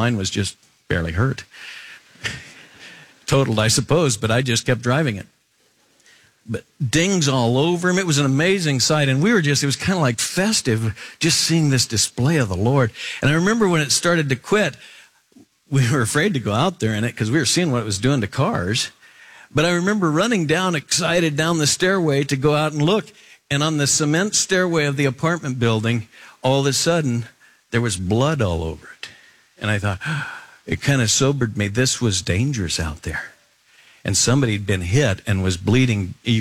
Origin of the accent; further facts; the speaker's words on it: Willamette Valley, Oregon, United States; I grew up in the Willamette Valley, and my mom and dad both got pushed out of the Midwest by the Great Depression.